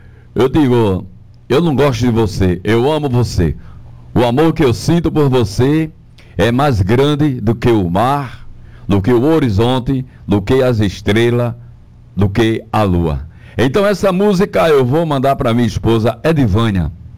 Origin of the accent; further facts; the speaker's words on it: Caruaru, Pernambuco, Brazil; born there; escutar esse matuto lá de Terra Vermelha. Eu sou matuto mesmo, nasci lá nas Caatingas, lá em Caruaru, lá pra dentro